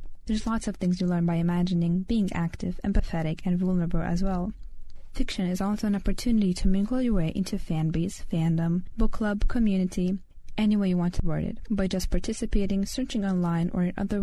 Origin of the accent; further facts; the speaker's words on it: Lithuania; first language Lithuanian; English is a second language